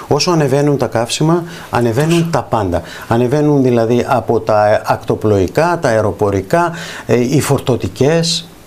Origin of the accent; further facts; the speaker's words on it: Greece; αισθανόμαστε και ως Έλληνες